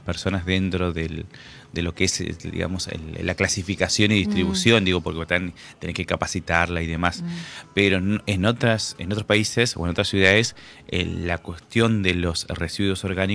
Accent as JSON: {"language": "Spanish", "town": "Federal", "region": "Entre Ríos", "country": "Argentina", "said": "yo soy de Federal"}